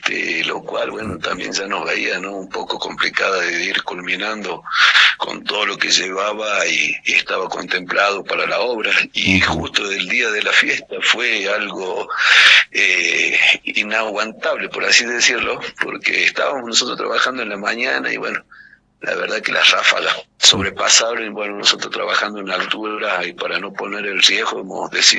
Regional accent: Humahuaca, Jujuy, Argentina; Me he criado desde chico en el taller y aún todavía estamos ahí con el taller familiar. Soy de Humahuaca, realicé mis estudios secundarios en la escuela normal

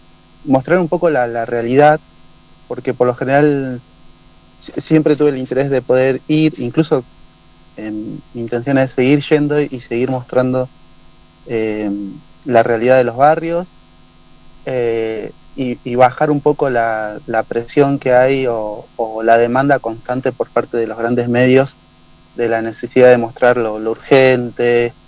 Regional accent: Río Negro, Argentina; now in Bariloche, Argentina; Yo nací en Pilca, me crié ahí en Pilca Viejo, así que sí, me siento aparte, soy de acá, de la línea sur. Me siento barilochense también

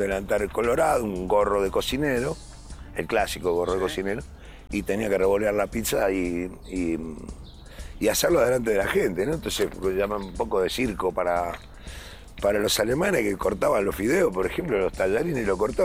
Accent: Buenos Aires, Argentina; yo soy de Buenos Aires

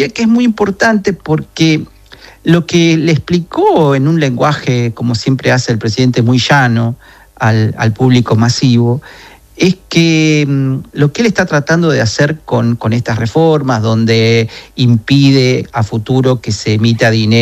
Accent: Argentina; así somos los argentinos

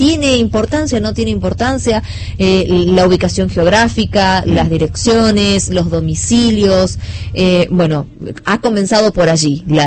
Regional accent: Tucumán, Argentina; orgullosos como tucumanos

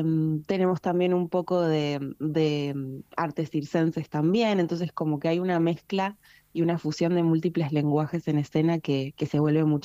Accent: Neuquén, Argentina; Todas de la comarca. Algunas llegadas, yo por ejemplo soy de Neuquén

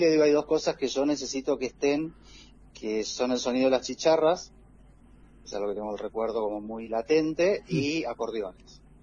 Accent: Paso de los Libres, Corrientes, Argentina; en mi infancia y en mi adolescencia allá en Paso de los Libres.

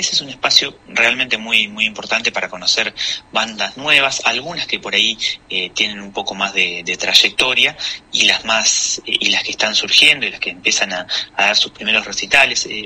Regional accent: Santa Fe, Argentina; creo que hay algo que uno registra como santafesino de la música rosarina

